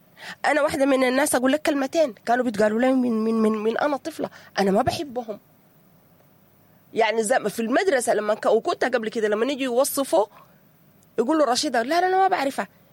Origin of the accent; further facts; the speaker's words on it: Sudan; نحن كسودانيين مجتمع علاقاتي، دنيتنا كلها علاقات، بنعرف الحلة كلها.